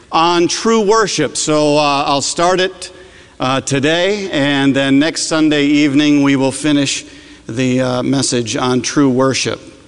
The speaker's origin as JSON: {"language": "English", "region": "Northeast", "country": "United States", "said": "I came from the Northeast, and in the Northeast, many worshiped in hushed, hallowed settings, and the preacher wears a robe."}